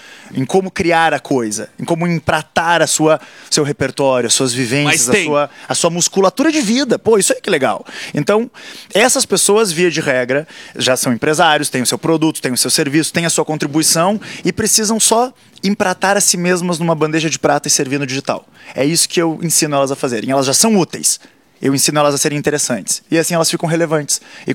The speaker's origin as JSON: {"language": "Portuguese", "region": "Rio Grande do Sul", "country": "Brazil", "also_born_or_lived": "London / Sydney / Lublin / León", "moved": "as an adult", "said": "Sou lá do Rio Grande do Sul."}